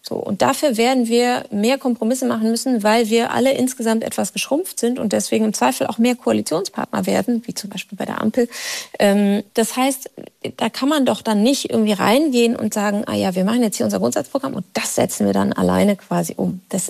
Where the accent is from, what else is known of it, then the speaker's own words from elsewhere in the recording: Rhineland, Germany; Trotzdem will ich die Hoffnung nicht aufgeben, weil ich bin ja Rheinländerin.